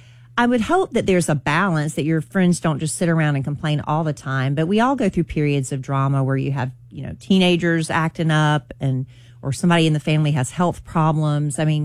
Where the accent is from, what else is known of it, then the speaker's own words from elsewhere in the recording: United States; born there; But like I'm very, very thankful that I was born in America.